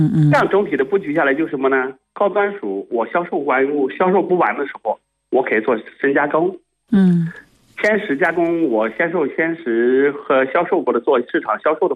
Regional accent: Zunyi, Guizhou, China; 因为我们遵义县梁集的，我们老家有一个就是沙性土壤

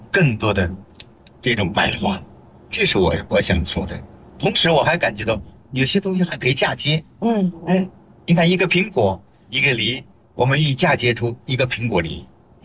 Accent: Anqing, Anhui, China; 安庆也属于江南省，所以我们是一家人

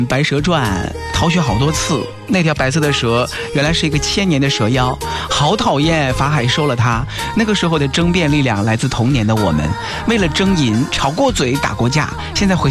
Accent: Nanjing, Jiangsu, China; 依然是我们南京人最寻常也是最温情的日常

